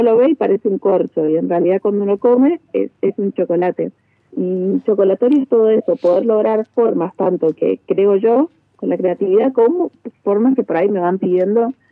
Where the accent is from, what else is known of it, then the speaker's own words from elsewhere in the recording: Mendoza, Argentina; also born or lived in Patagonia; todos los productos que nos orgullecen como mendocinos.